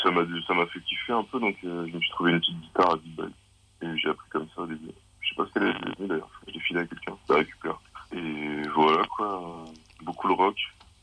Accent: Normandy, France; j'avais des potes dans mon bled en Normandie.

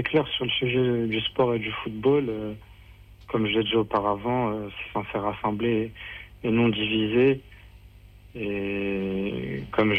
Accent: France; on est français aussi.

